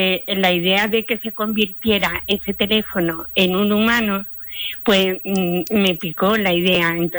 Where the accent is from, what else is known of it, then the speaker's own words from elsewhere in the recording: Jerez de la Frontera, Andalusia, Spain; accent: Andalusian; now in Oviedo, Spain; yo soy andaluza, soy de Jerez de la Frontera, pero llevo ya aquí muchos años viviendo en Oviedo. Y bueno, como verás, todavía conservo el acento andaluz